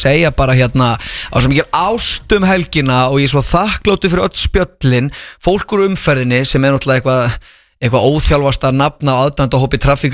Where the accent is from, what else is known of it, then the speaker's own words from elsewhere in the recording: Vestmannaeyjar, Southern Region, Iceland; Ég er frá Vestmannin sko.